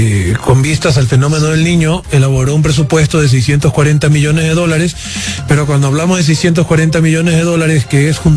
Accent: Ecuador; somos más ecuatorianos

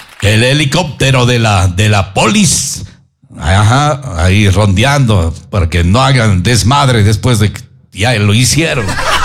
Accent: Ecuador; now in United States; Somos ecuatorianos

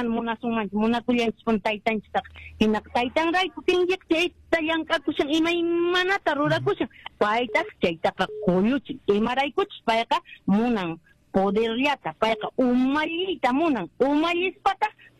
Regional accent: Puno, Peru; A ver, en quechua lo voy a explicar, señor Hernán, porque yo soy de Puno, entonces yo hablo perfectamente el quechua.

